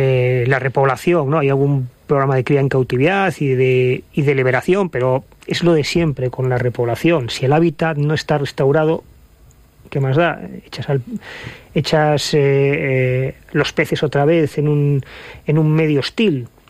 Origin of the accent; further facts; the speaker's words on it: Gijón, Asturias, Spain; en Gijón, que es de donde soy, ¿no? En la zona de costa.